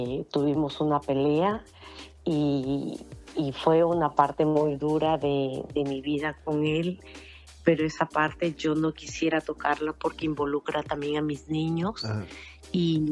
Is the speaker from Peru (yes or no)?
yes; Peru; now in United States; Yo vine con ese chip desde Perú, que una mujer la tiene que cuidar un hombre.